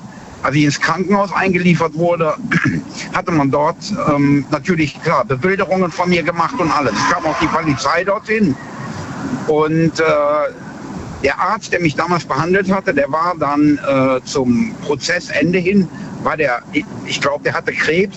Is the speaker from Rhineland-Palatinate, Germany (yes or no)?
yes; Bad Neuenahr, Rhineland-Palatinate, Germany; Aus Bad Neuenahr.